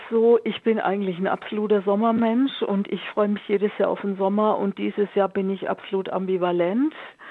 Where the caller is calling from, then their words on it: Esslingen, Baden-Württemberg, Germany; Ich rufe aus Esslingen an.